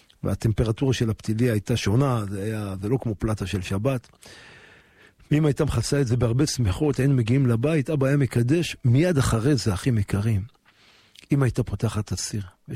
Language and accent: Hebrew; Jerusalem, Jerusalem District, Israel; ושם גדלנו.